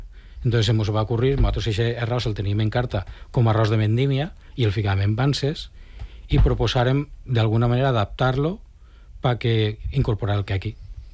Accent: L'Alcúdia, Valencian Community, Spain; Ell tota la vida és d'Alcúdia i jo sóc d'Alcúdia.

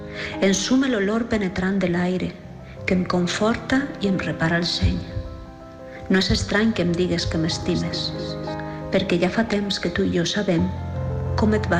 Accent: Xàtiva, Valencian Community, Spain; first language Catalan; moved away as an adult; now in Madrid, Spain; Soc de Xàtiva, la costera, i soc una professora que escriu. Faig classe a un institut a Madrid on visc des de fa més de 20 anys.

